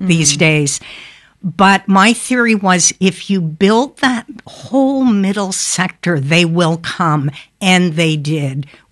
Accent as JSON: {"language": "English", "country": "Canada", "moved": "yes", "lives_now": "United States", "said": "I'm Canadian"}